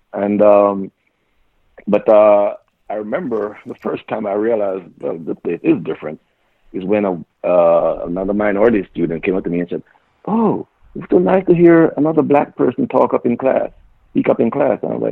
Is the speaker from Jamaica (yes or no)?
yes; Jamaica; now in United States; as poor Jamaican